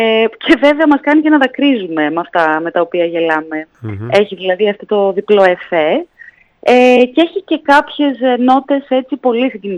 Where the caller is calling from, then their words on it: Athens, Attica, Greece; σας μιλάω από την Αθήνα αυτή τη στιγμή